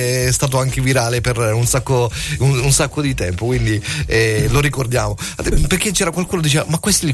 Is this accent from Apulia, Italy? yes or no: yes; Apulia, Italy; noi salentini siamo per l'ospitalità